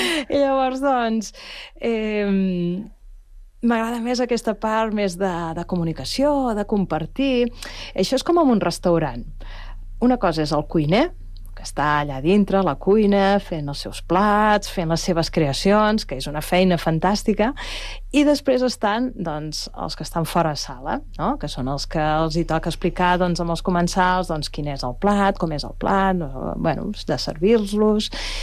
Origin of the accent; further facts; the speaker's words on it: Valls, Catalonia, Spain; jo soc de Valls